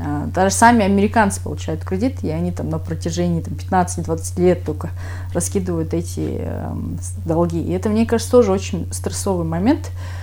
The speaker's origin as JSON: {"language": "Russian", "country": "Kyrgyzstan", "said": "я первая кыргызка, которая этот университет закончила вообще."}